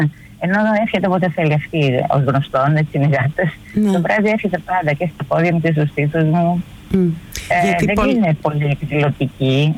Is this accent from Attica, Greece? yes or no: no; Epirus, Greece; γιατί πάω κάπου, ας πούμε, στο χωριό μου που πάω στην Ήπειρο.